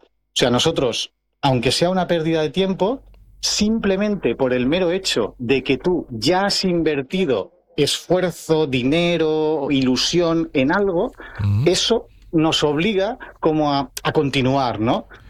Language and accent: Spanish; Algemesí, Valencian Community, Spain; now in Alzira, Spain; yo estoy a caballo entre Algemesí y Alcira, sabes que sí. Mi familia es de Algemesí. Yo tengo mi residencia, digamos, en Alcira, pero bueno, estamos al lado y voy dando vueltecitas. Y mi pueblo, el meu poble, es Algemesí.